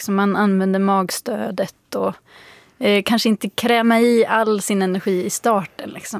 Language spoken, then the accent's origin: Swedish; Orust, Västra Götaland County, Sweden; jag är då från Bohuslän och i... På Orust